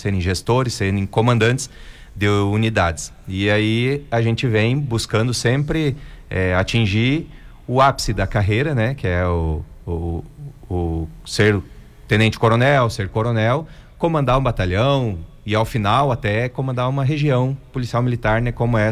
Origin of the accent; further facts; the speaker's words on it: Rio Negro, Paraná, Brazil; born there; also born or lived in Santa Catarina; Então, eu sou nascido em Rio Negro, no Paraná. É, divisa com Mafra ali, né?